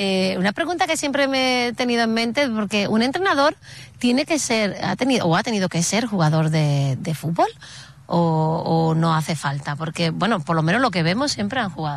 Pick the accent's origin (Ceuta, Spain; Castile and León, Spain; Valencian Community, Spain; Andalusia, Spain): Ceuta, Spain; porque en Ceuta tenemos mucho deporte, no solamente con el fútbol, sino con muchas categorías deportivas.